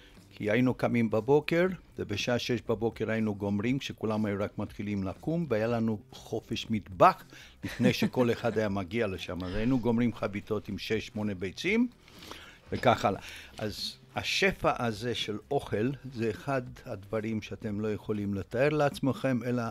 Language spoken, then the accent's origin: Hebrew; Hadassim, Central District, Israel; Hebrew is a second language; also born or lived in Romania; גדלתי בהדסים ליד נתניה, זה היה בית ספר חקלאי עם פנימיה של עליית הנוער, ושמה למדתי בפעם הראשונה בחיים שלי עברית